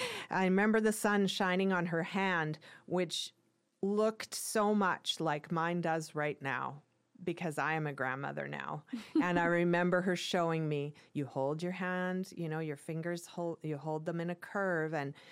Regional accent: Prince George, British Columbia, Canada; moved away as an adult; growing up in Prince George

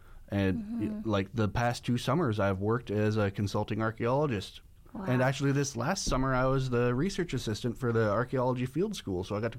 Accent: Hazelton, British Columbia, Canada; moved away as an adult; now in Prince George, Canada; Well, I'm from Hazleton originally, which is about 4.5 hours or so west of here. Grew up most of my life there. I moved out to Prince George in about 2005

